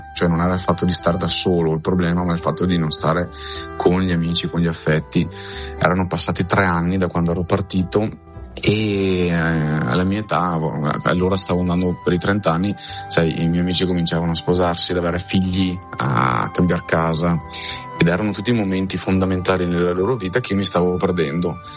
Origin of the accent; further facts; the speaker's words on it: Veneto, Italy; sono veneto, quindi il nord per me è anche il nord Italia, no? Quindi proprio fisicamente casa.